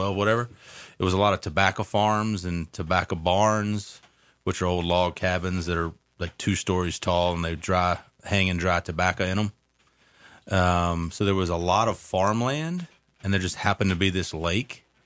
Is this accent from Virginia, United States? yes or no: yes; Bedford County, Virginia, United States; moved away; I'm kind of in the Piedmont, right up against the mountains, in a county called Bedford County, and right around Smith Mountain Lake. So I spent a lot of time between Roanoke, Lynchburg, and Danville